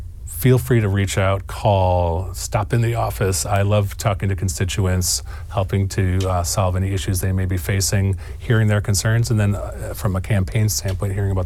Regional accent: Midwest, United States; now in Oregon, United States; I grew up in the Midwest.

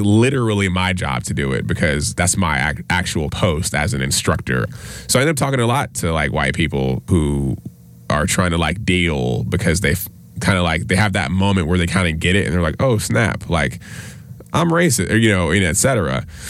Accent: the South, United States; We're from the South.

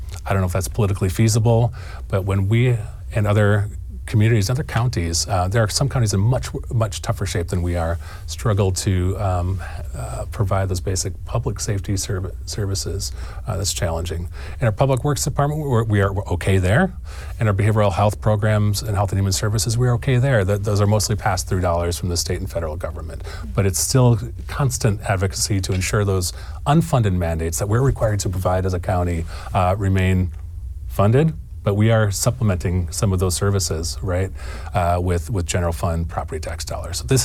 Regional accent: Midwest, United States; now in Oregon, United States; I grew up in the Midwest.

